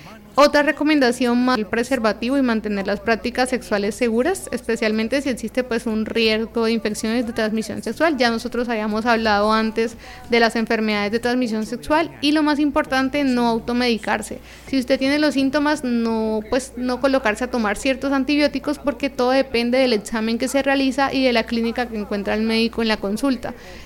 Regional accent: Bogotá, Colombia

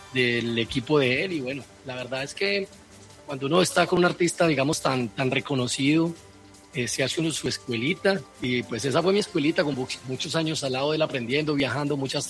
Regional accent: Manzanares, Caldas, Colombia; Bueno, vamos a estar en Manzanares, Caldas, de donde soy oriundo ahora el 11 de octubre.

